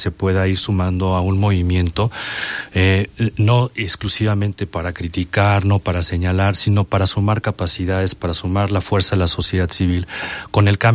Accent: Cuernavaca, Morelos, Mexico; Somos la gente de Cuernavaca.

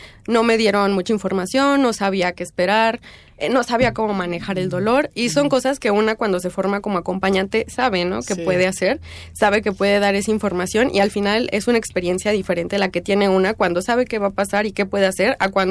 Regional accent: Mexico City, Mexico; yo soy de Escapotzalco

